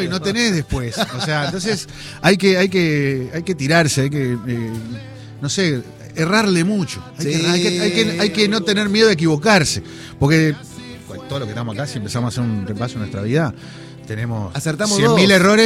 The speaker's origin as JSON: {"language": "Spanish", "country": "Uruguay", "said": "Nosotros somos músicos uruguayos"}